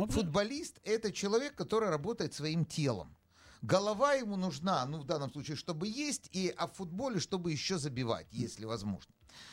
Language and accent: Russian; Ukraine; Да, я с Украины, и все.